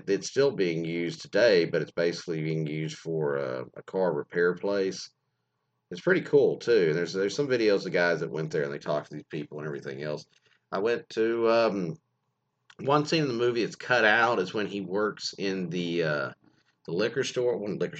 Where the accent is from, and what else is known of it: Texas, United States